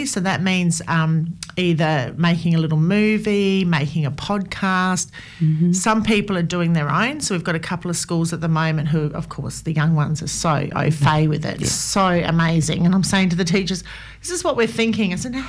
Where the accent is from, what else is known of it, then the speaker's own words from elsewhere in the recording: Gawler, South Australia, Australia; I mean, I come from Gawler. This is not a great example, but I come from Gawler, where apparently chicken salt was invented.